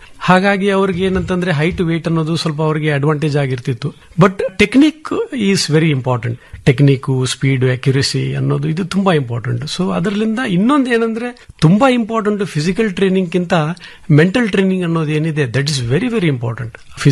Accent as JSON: {"language": "Kannada", "town": "Hubballi", "region": "Karnataka", "country": "India", "tie": "born or raised there", "lives_now": "Bengaluru, India"}